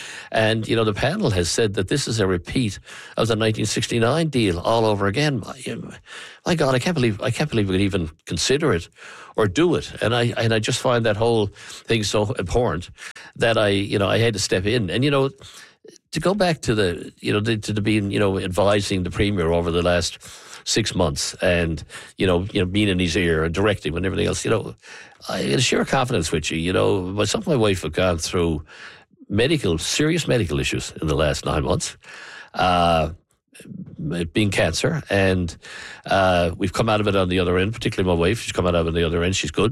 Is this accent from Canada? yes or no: yes; Newfoundland and Labrador, Canada; Because this is really important to me as a Newfoundlander and a Labradorian. And where the good of Newfoundland and Labrador is going to be affected, I'm going to be involved.